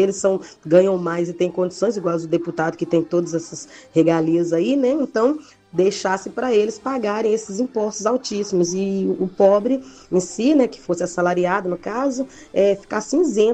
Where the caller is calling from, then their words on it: Brazil; Aqui é a … do bairro Planalto.